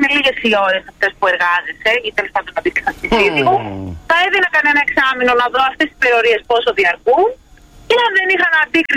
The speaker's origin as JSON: {"language": "Greek", "town": "Thessaloniki", "region": "Central Macedonia", "country": "Greece", "said": "από τη Θεσσαλονίκη."}